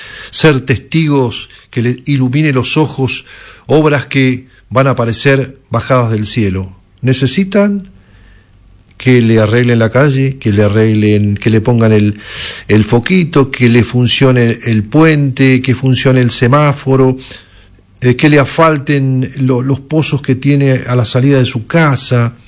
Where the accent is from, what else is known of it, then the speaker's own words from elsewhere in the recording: Mendoza, Argentina; lo que necesitamos como mendocinos